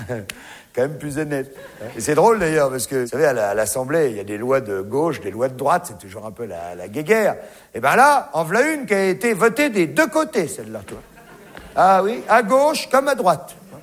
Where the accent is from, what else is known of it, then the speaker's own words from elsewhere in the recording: France; Hein, vous avez vu, chez nous, en France